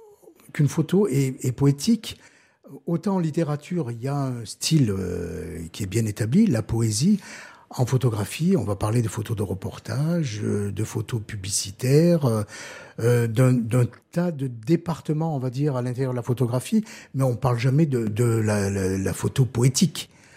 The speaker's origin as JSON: {"language": "French", "town": "Gap", "region": "Provence-Alpes-Côte d'Azur", "country": "France", "tie": "born or raised there", "said": "sur les Hautes-Alpes, oui, je suis né à Gap et donc je suis toujours resté à Gap, même si j'ai beaucoup voyagé. Mais voilà, je suis toujours là et heureux d'y être."}